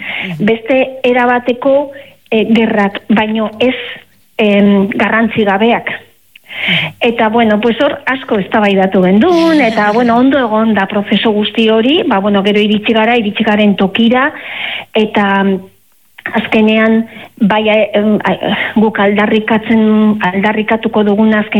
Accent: Basque Country, Spain; Ba, bizkaitarra naiz eta nire herrian dausoan hori egun handia zan, gau handia zan, ez?

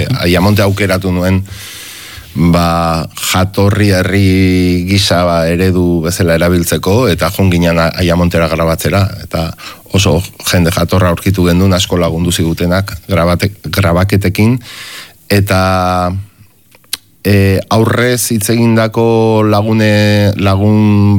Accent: Urretxu, Basque Country, Spain; born there; ni ba Urretxuko anaiz jaiotzez

